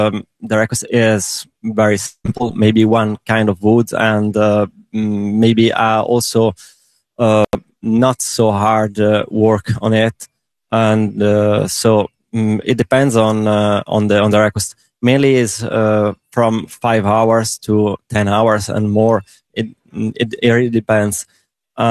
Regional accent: Italy; English is a second language; moved away; I come from Italy, in a place where golf is not so popular like here.

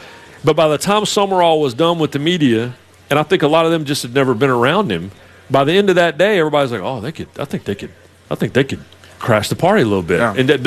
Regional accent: Rockingham, North Carolina, United States; My hometown of Rockingham, North Carolina, was burned to the ground.

